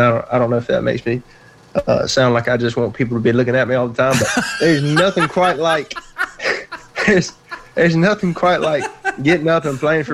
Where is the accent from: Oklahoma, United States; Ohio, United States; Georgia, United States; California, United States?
Georgia, United States; Augusta; Yes, sir. I'm from Augusta, Georgia. I was born here and I was raised here. But I've been in Statesboro for the past 4 years.